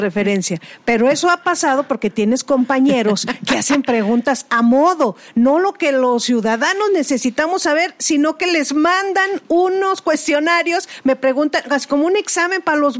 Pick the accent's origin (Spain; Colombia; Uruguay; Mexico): Mexico; nosotros como mexicanos